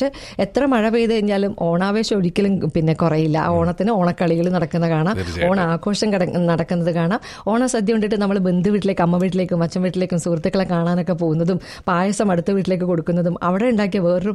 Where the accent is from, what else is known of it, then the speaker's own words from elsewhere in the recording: Kerala, India; ഞങ്ങൾ മലബാറുകാർക്ക് ഇന്നത്തെ ദിവസം ഓണം വിഷു വന്നു കഴിഞ്ഞാലും